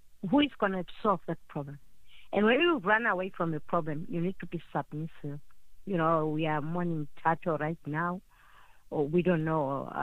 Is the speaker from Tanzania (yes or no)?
yes; Tanzania; moved away; also born or lived in Zambia; When I was growing up in Tanzania, we would spend a week when there was no water.